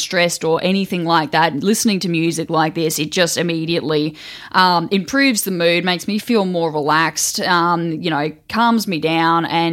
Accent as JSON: {"language": "English", "town": "Brisbane", "region": "Queensland", "country": "Australia", "tie": "born or raised there", "said": "because I grew up in Brisbane"}